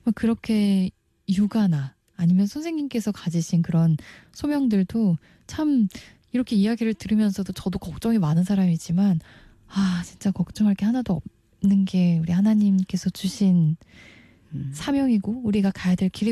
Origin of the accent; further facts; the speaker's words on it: North Korea; born there; moved away; 우리 고향 분들, 북한 주민분들에게